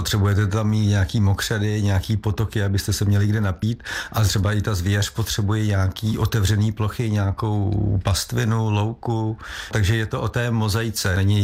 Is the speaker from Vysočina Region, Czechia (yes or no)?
no; South Bohemian Region, Czechia; já jsem spíš Jihočech a Šumavák jsem teďkon povoláním, že se pohybuji hodně na Šumavě